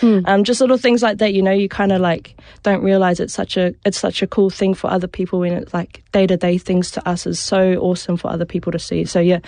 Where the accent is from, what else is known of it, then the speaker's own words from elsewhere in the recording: New Zealand; because I grew up in Te Ao Māori and my nieces and nephews can speak Māori